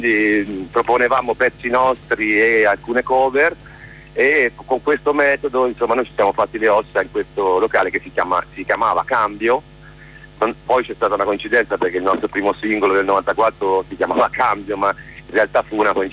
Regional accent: Arezzo, Tuscany, Italy; Noi siamo di Arezzo

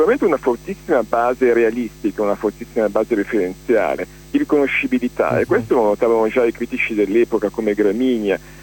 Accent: Milan, Lombardy, Italy; io sono nato a Milano e sono cresciuto a Milano, la cosa che mi colpisce da milanese, che è molto più giovane di Scerbanenko ovviamente

